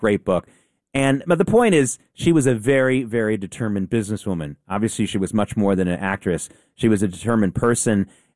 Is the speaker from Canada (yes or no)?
no; the South, United States; when I was growing up in the South, every soda was called Coke.